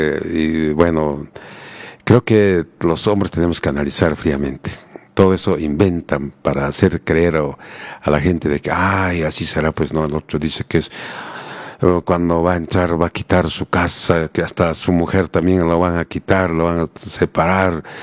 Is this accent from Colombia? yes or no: no; Peru; como buenos peruanos, siempre nuestra música.